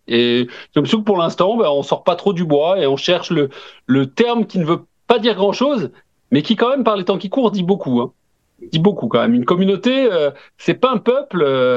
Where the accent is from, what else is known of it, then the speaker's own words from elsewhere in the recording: Corsica, France; moi, je pense que comme la majorité des Corses, ben, je suis Corse et français. Je suis pas et Corse ou français.